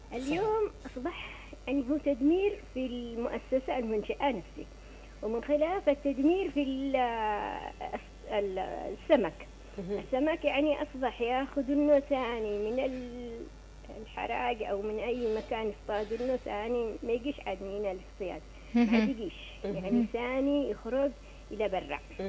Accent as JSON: {"language": "Arabic", "region": "Aden", "country": "Yemen", "said": "يعني افتهم ليك نحن أبناء عدن أفهم في ده."}